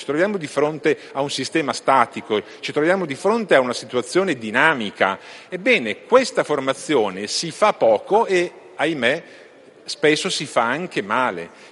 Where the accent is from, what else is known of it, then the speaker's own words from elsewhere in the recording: Milan, Lombardy, Italy; essendo io lombardo e milanese